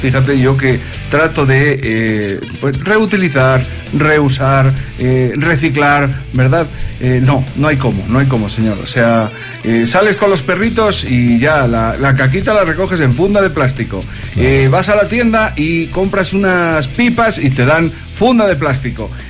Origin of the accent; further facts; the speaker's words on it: Cuenca, Azuay, Ecuador; una ciudad como la nuestra